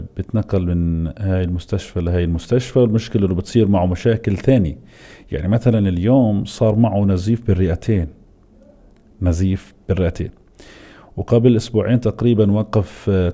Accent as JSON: {"language": "Arabic", "town": "Hebron", "region": "Hebron Governorate", "country": "Palestine", "said": "مثل ما بنسميها إحنا في الخليل،"}